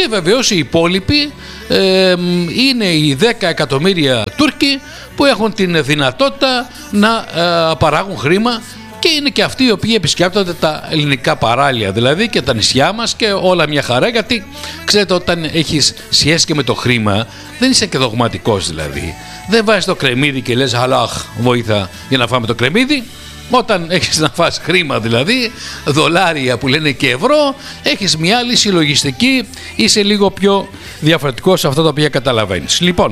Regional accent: Greece; εμείς είμαστε Έλληνες.

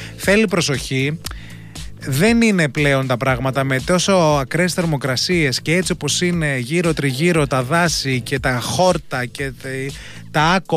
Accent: Greece

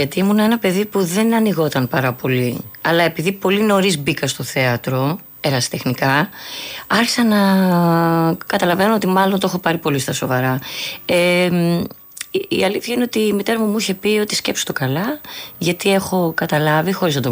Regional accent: Agioi Anargyroi, Attica, Greece; also born or lived in Boston, United States; Εγώ μεγάλωσα στους Αγίους Αναργύρους. Ναι. Έχω γεννηθεί εκτός Ελλάδας, έχω γεννηθεί Αμερική.

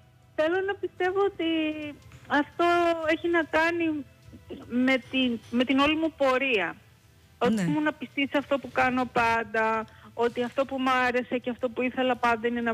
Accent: Piraeus, Attica, Greece; born there; also born or lived in United States; γεννήθηκα και εγώ στον Πειραιά

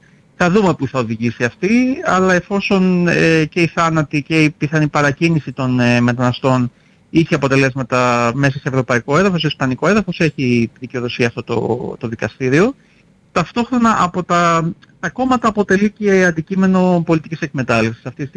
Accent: Greece; εγώ σαν Έλληνας που έχω συνηθίσει σε ένα, εντάξει, ας το πούμε, αρκετά τοξικό πολιτικό κλίμα στην Ελλάδα

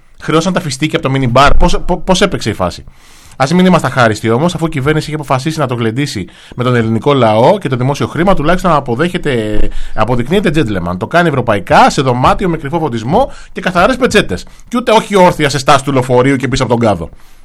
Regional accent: Greece

